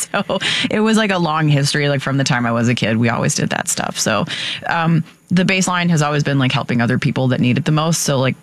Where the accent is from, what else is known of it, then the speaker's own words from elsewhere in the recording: Naperville, Illinois, United States; I grew up in Naperville.